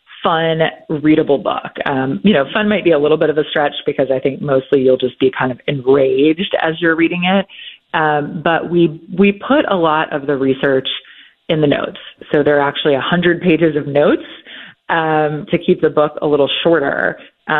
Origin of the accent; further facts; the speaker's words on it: Nashville, Tennessee, United States; I Nashville is my hometown